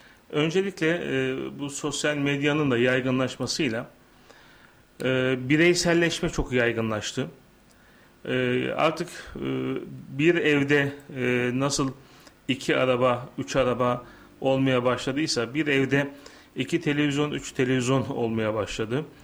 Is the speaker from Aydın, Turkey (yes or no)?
yes; Nazilli, Aydın, Turkey; Aydın Nazilliyim. Babamızın memur olması sebebiyle Türkiye'nin birçok ilini, ilçesini ziyaret ettik, gezdik.